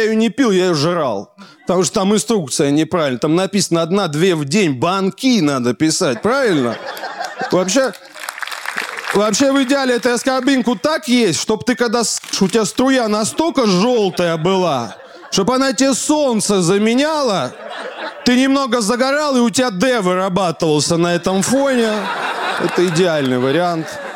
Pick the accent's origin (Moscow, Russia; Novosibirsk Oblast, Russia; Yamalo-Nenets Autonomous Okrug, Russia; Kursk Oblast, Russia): Kursk Oblast, Russia; Kursk; А я из Курска переезжал, мне так нравилось метро. Я туда заходил, такой, ого, тут у людей куртки разные.